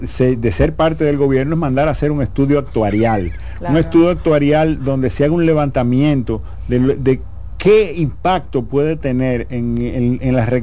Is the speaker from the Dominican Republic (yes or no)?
yes; Dominican Republic; nosotros como República Dominicana, un país subdesarrollado, en vías de desarrollo, tiene una ventaja.